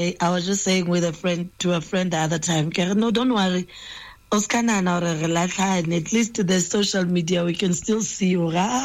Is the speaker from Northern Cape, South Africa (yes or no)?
yes; Northern Cape, South Africa; moved away as an adult; now in Johannesburg, South Africa; Born and raised in the Northern Cape.